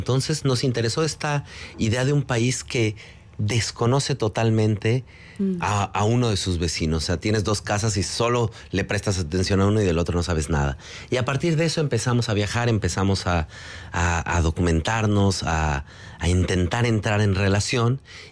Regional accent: Mexico; cuando como mexicanas, mexicanos íbamos a Centroamérica

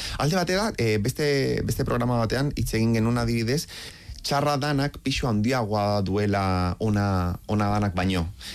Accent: Chile; Ni txiletarra naiz, bai

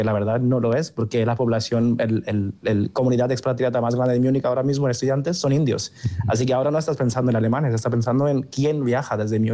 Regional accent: India; also born or lived in Bilbao; now in Netherlands; yo soy de la India

